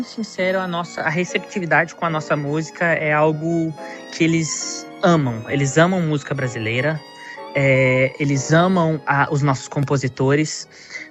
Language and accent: Portuguese; Brazil; quando eu falei que era brasileiro